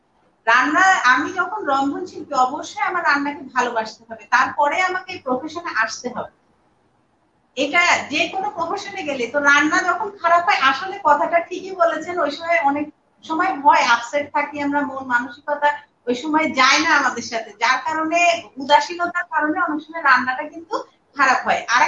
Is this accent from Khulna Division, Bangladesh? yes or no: yes; Kushtia, Khulna Division, Bangladesh; আমি তো কুষ্টিয়ার মেয়ে, কুষ্টিয়ায় পড়ালেখা বড় হওয়া